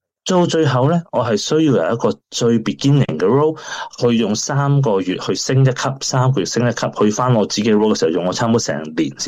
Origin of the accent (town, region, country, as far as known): Hong Kong; first language Cantonese; now in Australia